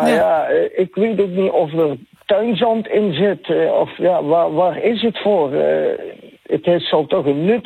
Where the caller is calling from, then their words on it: Beek en Donk, North Brabant, Netherlands; Ik kom zelf uit Beekendonk, trouwens.